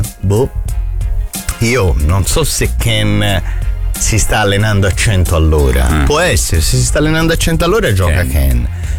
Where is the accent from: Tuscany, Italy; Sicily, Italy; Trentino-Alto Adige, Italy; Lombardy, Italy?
Tuscany, Italy; Florence; Io sono fiorentino, non mi stanno simpatici.